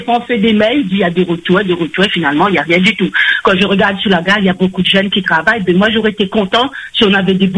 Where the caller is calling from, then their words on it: Réunion; Et là, on est français. Il faut pas nous confondre avec les Mauriciens, par contre.